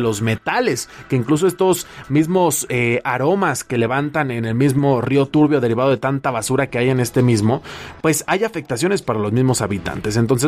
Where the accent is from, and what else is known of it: Mexico